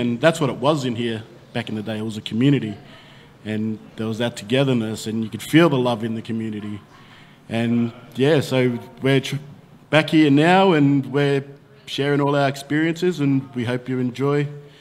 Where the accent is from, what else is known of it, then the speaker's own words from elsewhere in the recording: Melbourne, Victoria, Australia; I remember as a young kid growing up in Fitzroy here, and probably about same age, just riding my bike everywhere all around these streets